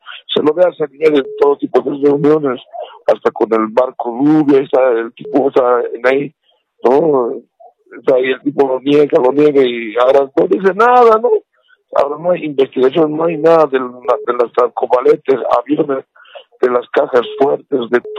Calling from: Cochabamba, Bolivia; aquí hablando de Cochabamba, zona sur.

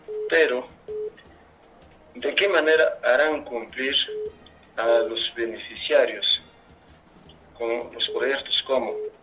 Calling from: Apurímac, Peru; Desde Choaquere.

